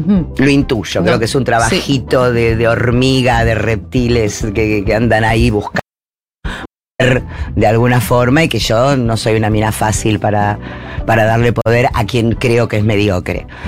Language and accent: Spanish; Buenos Aires, Argentina; que vengo de Floresta